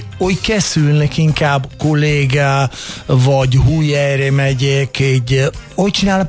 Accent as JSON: {"language": "Hungarian", "country": "Italy", "second_language": "Hungarian", "moved": "as an adult", "lives_now": "Hungary", "said": "Több időt tettem ide, de mondjuk én nekem az érzés mindig olasz vagyok."}